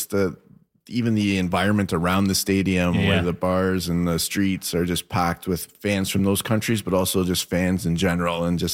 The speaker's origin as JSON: {"language": "English", "country": "Canada", "tie": "born or raised there", "said": "being a Canadian growing up here"}